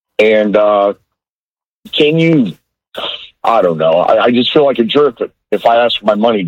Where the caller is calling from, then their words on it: Port Charlotte, Florida, United States; I'm calling from Port Charlotte